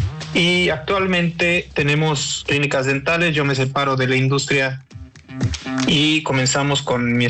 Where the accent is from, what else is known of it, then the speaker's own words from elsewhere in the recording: Michoacán, Mexico; pues yo soy originario de Michoacán.